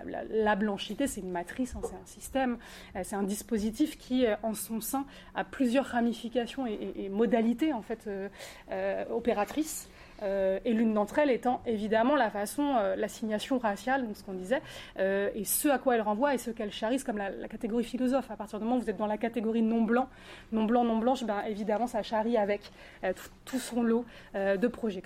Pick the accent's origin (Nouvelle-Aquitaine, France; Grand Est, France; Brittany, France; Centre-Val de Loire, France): Brittany, France; moi je suis bretonne en plus, et c'est vraiment une identité pareil que je revendique, parce que j'ai grandi là-dedans, j'ai la moitié de ma famille qui ont été à Diwan, qui parlent breton